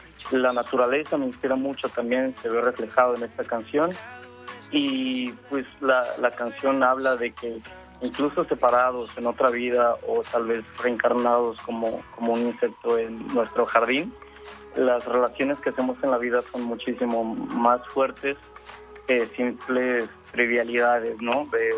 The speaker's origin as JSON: {"language": "Spanish", "town": "Ciudad del Carmen", "region": "Campeche", "country": "Mexico", "tie": "born or raised there", "lives_now": "Mérida, Mexico", "said": "Soy de Ciudad del Carmen, viví ahí 18 años de mi vida, estuve un buen rato ahí, ahorita estoy en Mérida"}